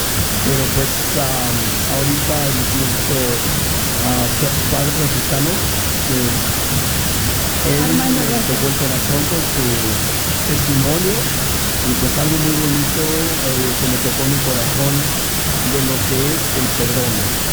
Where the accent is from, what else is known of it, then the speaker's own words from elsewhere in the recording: California, United States; vengo de la comunidad de Bequetín, California.